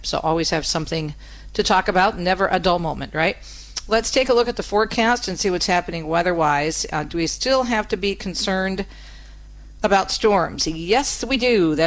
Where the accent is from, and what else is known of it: Detroit, Michigan, United States; born or raised there